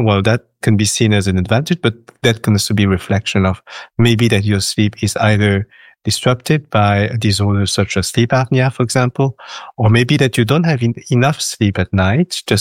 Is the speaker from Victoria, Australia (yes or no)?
no; Cairns, Queensland, Australia; from Cairns, Northern Australia.